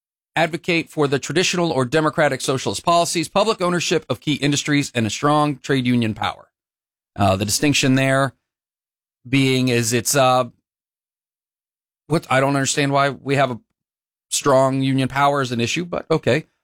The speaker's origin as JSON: {"language": "English", "country": "United States"}